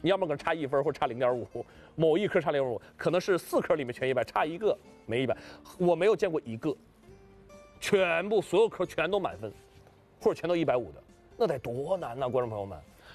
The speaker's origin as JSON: {"language": "Chinese", "region": "Heilongjiang", "country": "China", "tie": "born or raised there", "said": "作为我一个北方人，从小在北方长大，黑龙江长大的孩子来说"}